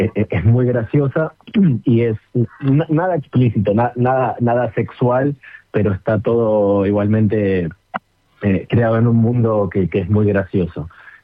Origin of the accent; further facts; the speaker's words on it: Pilar, Buenos Aires Province, Argentina; now in Buenos Aires, Argentina; Ahora sí vivo en Capital, pero soy de Pilar, de zona norte.